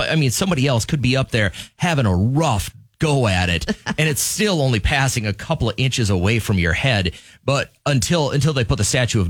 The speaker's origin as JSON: {"language": "English", "town": "Belle Plaine", "country": "United States", "tie": "born or raised there", "said": "my hometown, Belle Plaine, was known for years and years and years was a two-story outhouse."}